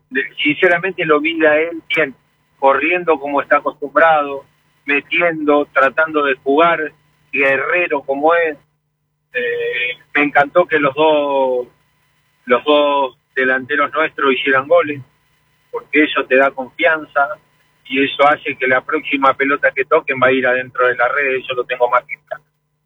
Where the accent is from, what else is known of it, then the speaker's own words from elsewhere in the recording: Argentina; somos argentinos.